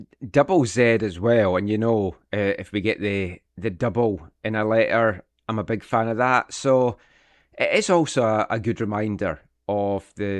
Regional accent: Scotland, United Kingdom; I did, yeah, because I being Scottish, I wasn't paying for that nonsense

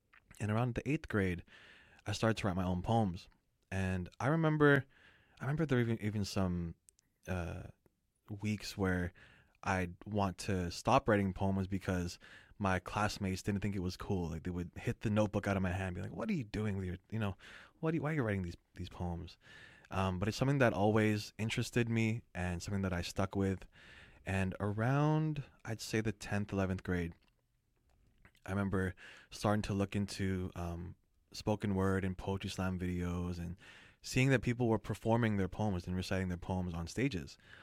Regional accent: Surrey, British Columbia, Canada; also born or lived in Vancouver; I'm like a Surrey kid at this point. So I was born in Vancouver. I lived at Fraser and 20th for like 5 years, then did all my grade school in Surrey.

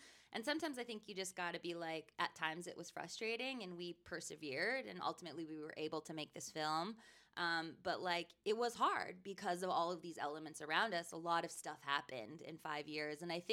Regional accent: Edmonton, Alberta, Canada; I'm from Edmonton in, like, northern Alberta

